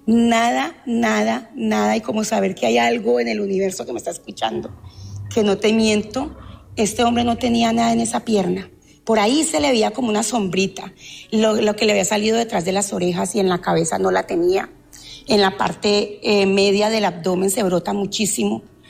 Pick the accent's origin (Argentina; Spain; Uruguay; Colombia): Colombia; Palmira, Valle del Cauca; also born or lived in Cali; te cuento que pues yo soy de Cali, pero me crié en la ciudad de Palmira.